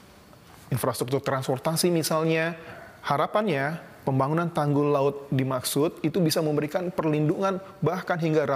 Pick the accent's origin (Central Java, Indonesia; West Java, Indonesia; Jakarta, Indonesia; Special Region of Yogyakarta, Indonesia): Jakarta, Indonesia; born there; Saya tinggal di Jakarta, saya lahir di Jakarta